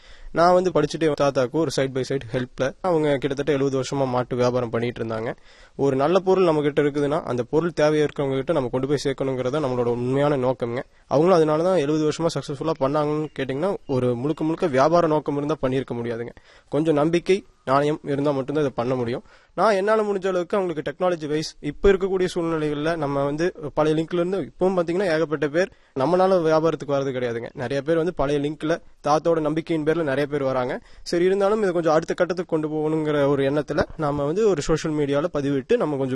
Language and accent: Tamil; Mulanur, Tamil Nadu, India; ஆனால் நான் வந்து குழந்தையிலிருந்தே எங்கள் சொந்த ஊர் மூலனூர். ஆனால் நான் வந்து எங்கள் தாத்தா வீட்டில் தான் வளர்ந்தேன்.